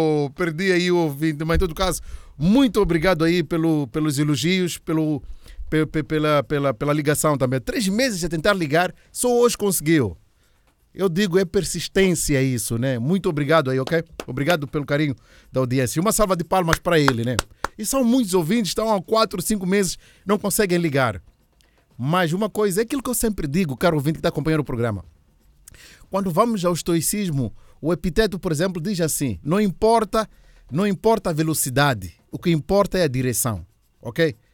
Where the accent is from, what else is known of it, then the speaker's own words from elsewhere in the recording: Mozambique; Eu sou moçambicano, né?